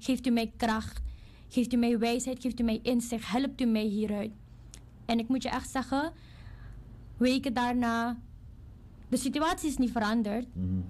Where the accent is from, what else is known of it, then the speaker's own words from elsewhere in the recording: The Hague, South Holland, Netherlands; Ik ben van Den Haag, Scheveningen.